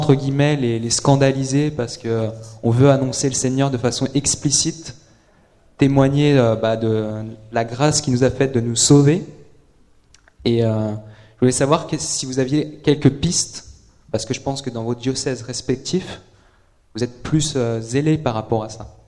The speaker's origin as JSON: {"language": "French", "town": "Reims", "region": "Grand Est", "country": "France", "said": "donc je viens de Reims."}